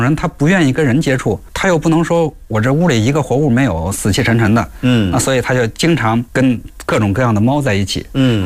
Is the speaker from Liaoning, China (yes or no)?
no; Xinxiang, Henan, China; 这个正好就是我的老家啊，这个河南新乡